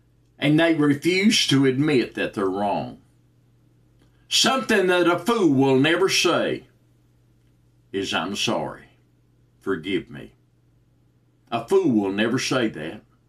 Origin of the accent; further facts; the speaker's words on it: United States; born there; I'm grateful and honored that I was born in America